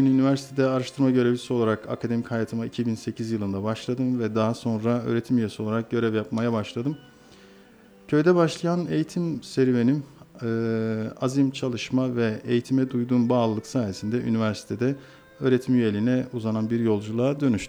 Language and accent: Turkish; Iğdır, Turkey; now in Ankara, Turkey; Şimdi ben Iğdır'ın iline bağlı bir köyünde doğdum. Halfeli köyünde. Yaklaşık 4000 nüfuslu bir köyde başladım. İlkokulu köyde tamamladım.